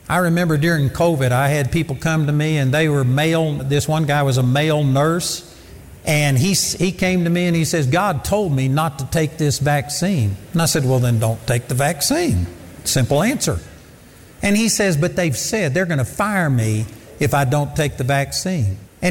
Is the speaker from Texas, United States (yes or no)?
yes; Texas, United States; Christianity, like I grew up in Texas